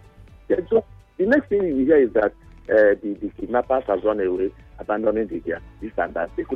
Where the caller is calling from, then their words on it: Nigeria; I'm calling from Ejimu.